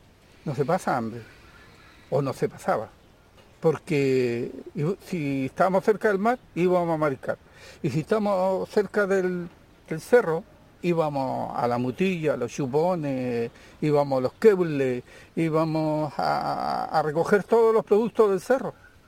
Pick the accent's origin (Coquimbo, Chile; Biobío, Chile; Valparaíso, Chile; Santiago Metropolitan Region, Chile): Biobío, Chile; Penco; ya con mis 74 años, nacido y criado en Penco, un luchador que siempre ha privilegiado la autonomía para defender mi territorio.